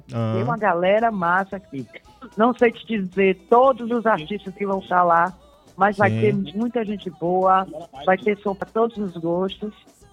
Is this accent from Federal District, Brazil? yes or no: no; Itabuna, Bahia, Brazil; born there; moved away; also born or lived in Salvador, Brazil / Rio de Janeiro, Brazil; é a minha terceira casa, porque a primeira casa que eu tenho foi onde eu nasci, sim, que é Itabuna, sul da Bahia. A minha segunda casa é Salvador, né?